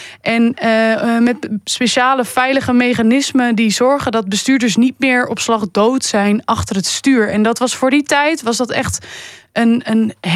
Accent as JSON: {"language": "Dutch", "country": "Netherlands", "tie": "born or raised there", "said": "Goed, ik ben natuurlijk opgegroeid in Bijlen, tussen de Volvo's."}